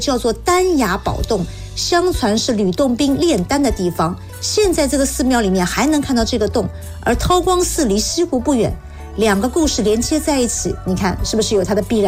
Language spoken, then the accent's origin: Chinese; Hangzhou, Zhejiang, China; 我呢，从小生活在杭州老城区的一个小巷子里。